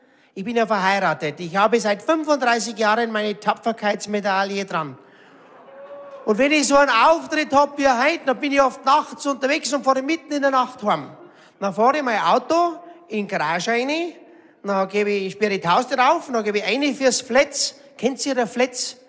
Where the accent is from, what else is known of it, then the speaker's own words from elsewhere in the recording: Bavaria, Germany; accent: Upper Palatinate dialect (Oberpfälzisch); jetzt sage ich es auf Oberpfälzisch, weil ich bin ein Oberpfälzer.